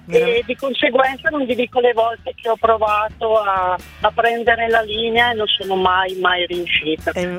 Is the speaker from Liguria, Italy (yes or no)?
no; Bergamo, Lombardy, Italy; io sono di origine bergamasca, quindi sono di Bergamo, okay. Però vivo nella zona, diciamo, della provincia tra Milano e Varese.